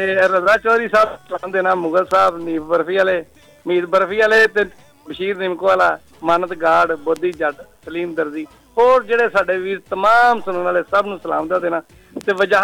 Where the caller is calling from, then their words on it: Sialkot, Punjab, Pakistan; ਅਸੀਂ ਵੀ ਸਿਆਲਕੋਟ ਦੇ ਹੀ ਆ ਸਰਕਾਰ, ਅਸੀਂ ਵੀ ਸਿਆਲਕੋਟ ਦੇ ਹਾਂ